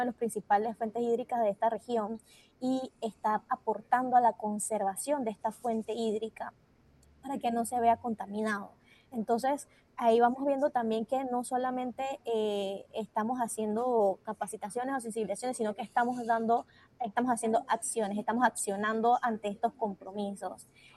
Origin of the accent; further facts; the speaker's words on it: Panama; tenemos 122 áreas protegidas que son nuestras como panameños